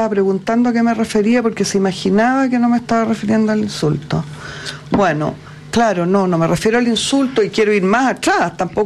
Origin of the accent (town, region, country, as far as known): Chile